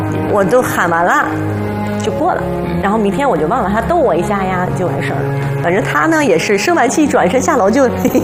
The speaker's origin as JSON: {"language": "Chinese", "town": "Shenyang", "region": "Liaoning", "country": "China", "accent": "Shenyang dialect", "said": "因为我是沈阳人，咱东北吃饭过年"}